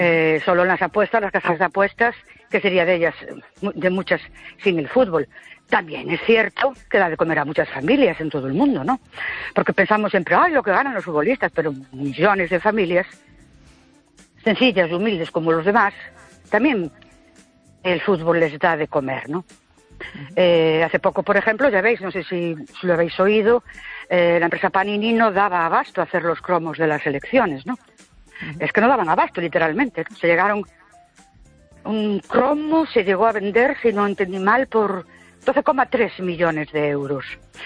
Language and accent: Spanish; Ourense, Galicia, Spain; Buenas noches … de Ourense.